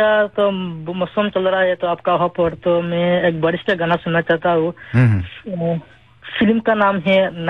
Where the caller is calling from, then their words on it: Badarpur, Assam, India; और मेरा गांव का नाम है बद्रीपार डिस्ट्रिक्ट के कचर आसाम से.